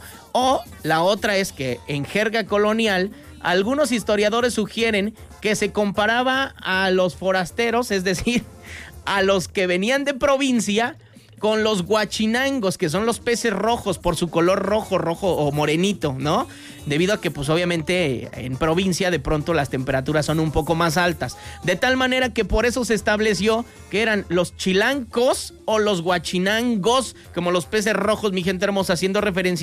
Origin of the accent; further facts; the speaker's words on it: Mexico City, Mexico; moved away; El gentilicio oficial de los que venimos de allá de la Ciudad de México es capitalino, ¿no?